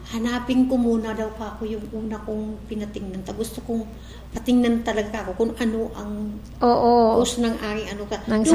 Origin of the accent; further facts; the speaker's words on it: Bicol Region, Philippines; born there; now in Metro Manila, Philippines; Pinanganak ako dito sa Bicol.